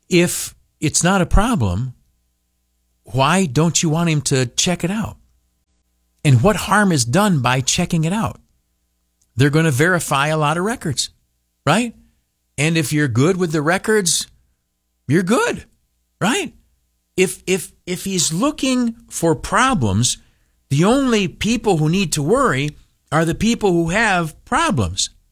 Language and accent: English; United States; I think as an American, both I as a redneck conservative